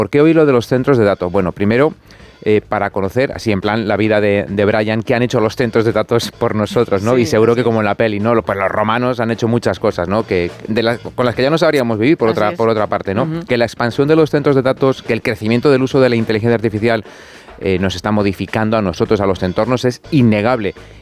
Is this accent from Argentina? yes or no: no; Spain; Yo soy de las autonomías. Vale, soy de la España de las autonomías.